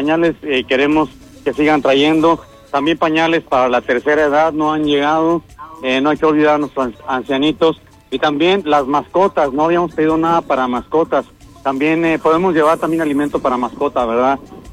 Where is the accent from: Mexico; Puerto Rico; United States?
Mexico